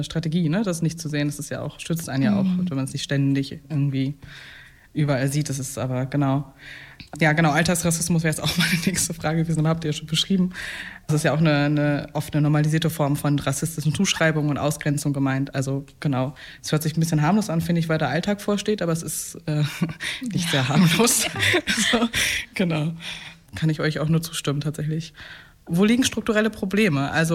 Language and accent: German; Bremen, Germany; als ich bin hier in Bremen aufgewachsen